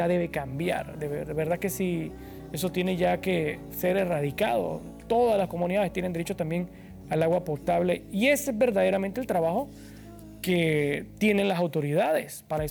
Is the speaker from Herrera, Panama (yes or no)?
yes; Chitré, Herrera, Panama; Yo que soy de Chitré, sé que allá el sol no para, no tiene clemencia